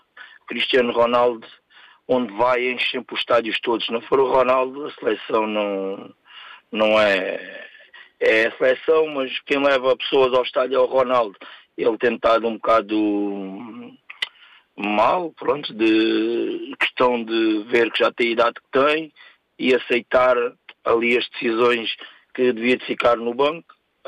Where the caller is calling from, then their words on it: Montijo, Setúbal, Portugal; Daqui fala … do Montijo.